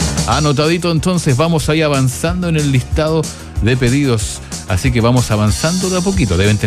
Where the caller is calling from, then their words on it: Antofagasta, Chile; Hola, Alexi, buen día. … de Antofagasta.